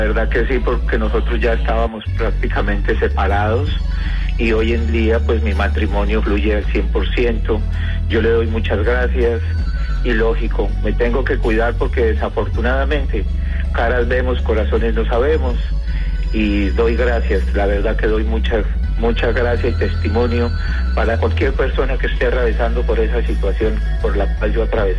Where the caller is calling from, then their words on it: El Santuario, Antioquia, Colombia; Yo en este momento estoy aquí en Santuario